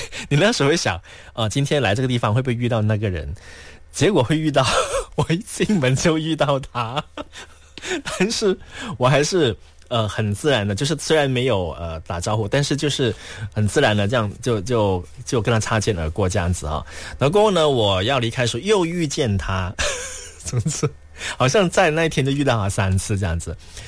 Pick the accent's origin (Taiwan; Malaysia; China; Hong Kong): Malaysia